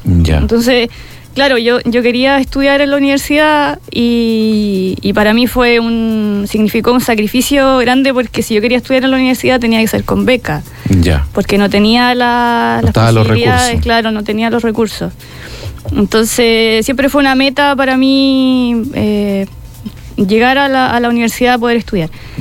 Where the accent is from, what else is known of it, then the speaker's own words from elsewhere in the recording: Rari, Maule, Chile; yo vengo de la localidad de Rari, que queda aproximadamente 25 kilómetros desde Linares, desde la provincia de Linares, hacia la precordillera. Es un pueblo pequeño, muy conocido por la artesanía que se realiza allá, que es el tejido en crin de caballo.